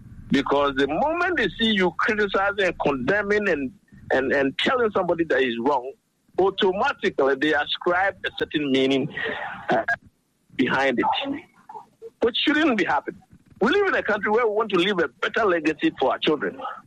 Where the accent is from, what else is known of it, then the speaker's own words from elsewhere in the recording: Ghana; Well, you see, because I'm a Ghanaian, I'm able to say we are all generally very bad people.